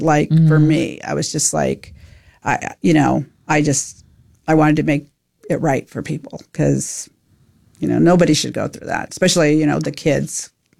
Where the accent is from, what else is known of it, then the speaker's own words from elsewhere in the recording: Tucson, Arizona, United States; now in New Hampshire, United States; I'm from Tucson, Arizona.